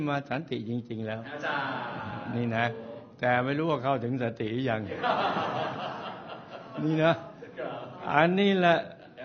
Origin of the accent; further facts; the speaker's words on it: Suphan Buri, Thailand; born there; ผมเกิดที่สุพรรณแต่ได้ไปจำการที่สถานีตำรวจภูธรเมืองพัทยาอำเภอบางละมุงจังหวัดชลบุ